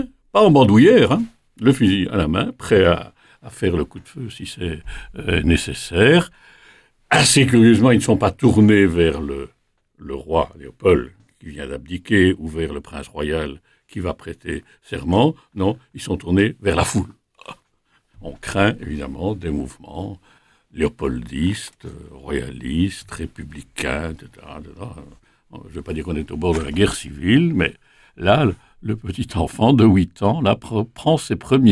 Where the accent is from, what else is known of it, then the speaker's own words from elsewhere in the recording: Liège, Wallonia, Belgium; Alors moi, je suis un petit Liégeois qui naît en 1942, en pleine guerre.